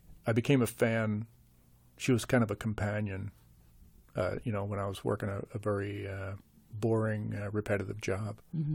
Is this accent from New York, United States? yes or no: no; New Jersey, United States; because, you know, I'm from New Jersey.